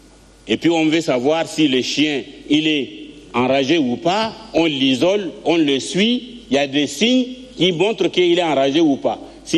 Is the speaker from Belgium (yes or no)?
no; Chad; Donc nous tous, nous sommes tous des Tchadiens